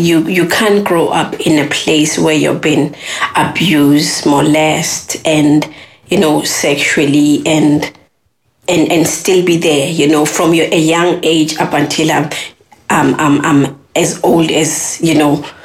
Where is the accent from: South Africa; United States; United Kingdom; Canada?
South Africa; now in Ireland